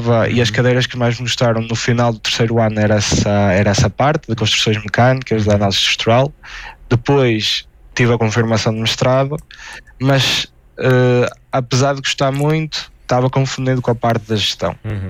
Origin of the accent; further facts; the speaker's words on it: Ponte de Lima, Norte, Portugal; also born or lived in Germany; now in Évora, Portugal; depois de 8 meses na Alemanha e voltar para Évora, para Portugal. Eu sou de Ponte Lima, mas voltei para Portugal, neste caso em Évora